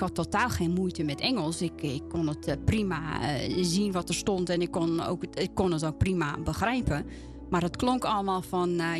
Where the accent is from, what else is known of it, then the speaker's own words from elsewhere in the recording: Amsterdam, North Holland, Netherlands; je hoort het nog wel een beetje dat ik uit Amsterdam kom.